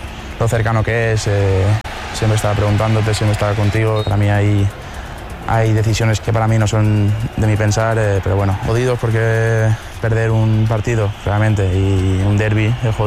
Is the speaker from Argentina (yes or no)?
no; Valencian Community, Spain; En Valencia yo estaba en mi pueblo, con mis amigos, no lo mismo.